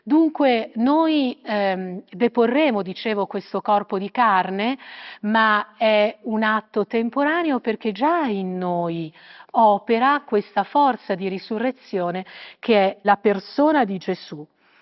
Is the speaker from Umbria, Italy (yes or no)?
yes; Umbria, Italy; Nella mia terra umbra non posso non ricordare l'infiorata di Spello